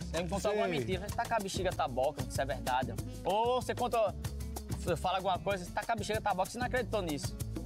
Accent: Natal, Rio Grande do Norte, Brazil; accent: potiguar; Sou de Natal, Rio Grande do Norte.

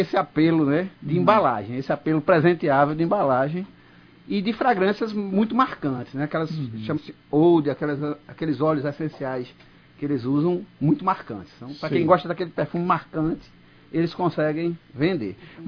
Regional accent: Recife, Pernambuco, Brazil; born there; Temos no centro do Recife, que é onde eu nasci, tem história, como você bem sabe.

